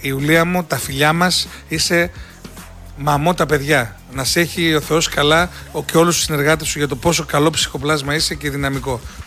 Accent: Megali Panagia, Central Macedonia, Greece; είχε πάει και στο χωριό μου στη Μεγάλη Παναγία με 5.000 άτομα κάτω

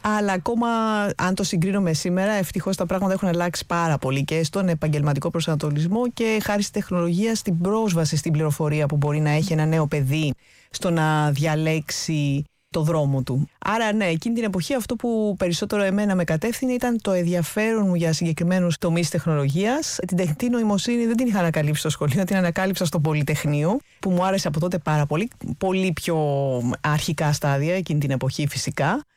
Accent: Athens, Attica, Greece; born there; Γεννήθηκα στην Αθήνα.

